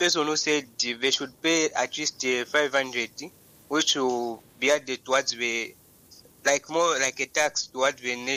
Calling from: Lusaka, Lusaka Province, Zambia; I'm calling from Garden

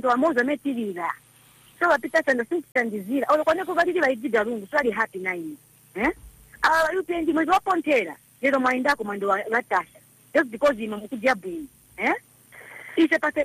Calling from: Chazanga, Lusaka Province, Zambia; I'm calling from Chazanga.

